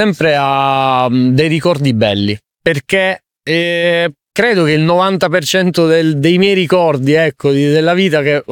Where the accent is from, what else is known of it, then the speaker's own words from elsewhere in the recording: Sicily, Italy; Io da siciliano sono cresciuto nel mare della Sicilia